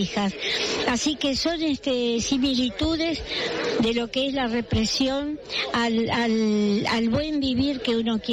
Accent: Argentina; yo vengo de la Argentina, de esa lucha

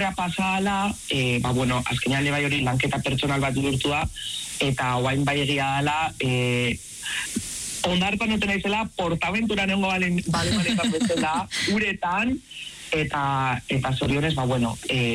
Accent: Zarautz, Basque Country, Spain; Ni Zarauztarra naiz, eta noski Zarautzeko ondartza asko ezagutzen

